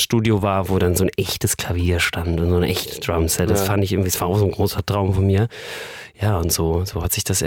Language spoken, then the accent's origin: German; Wismar, Mecklenburg-Vorpommern, Germany; oder in Wismar, wo ich herkomme, beim Schwedenfest sind wir wieder.